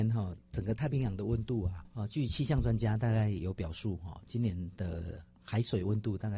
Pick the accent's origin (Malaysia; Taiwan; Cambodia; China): Taiwan